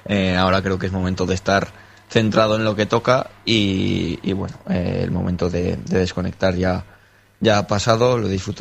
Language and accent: Spanish; Tarazona, Aragon, Spain; now in Zaragoza, Spain; Yo soy de Tarazona